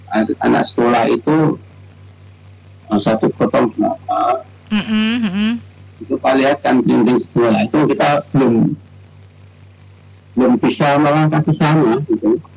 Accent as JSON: {"language": "Indonesian", "town": "Ngawi", "region": "East Java", "country": "Indonesia", "said": "Jadi betul-betul orang sini produksi Ngawi. Sebagai anak Ngawi."}